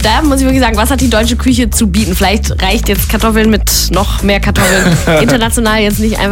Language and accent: German; Spain; Und ich als Spanierin fühle mich dann natürlich komplett bestätigt.